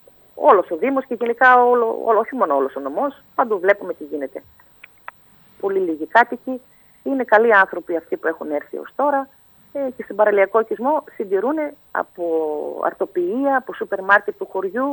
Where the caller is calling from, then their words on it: Nea Kerdylia, Central Macedonia, Greece; μέσα στο χωριό μου, στα Νέα Κερδίλια